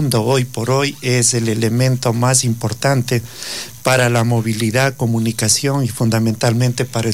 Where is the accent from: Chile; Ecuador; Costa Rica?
Ecuador; Sucumbíos